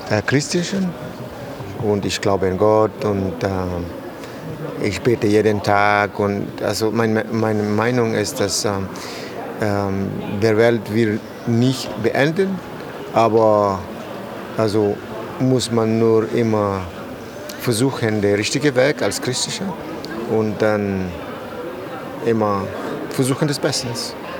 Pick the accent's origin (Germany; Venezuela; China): Venezuela; German is a second language; moved away; In Venezuela. Ich komme aus Venezuela.